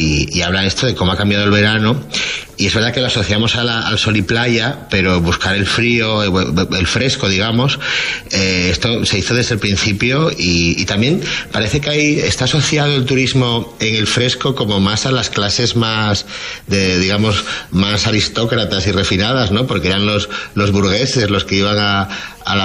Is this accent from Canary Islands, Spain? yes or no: no; Oviedo, Asturias, Spain; Sí, sigo en Oviedo, en mi ciudad natal.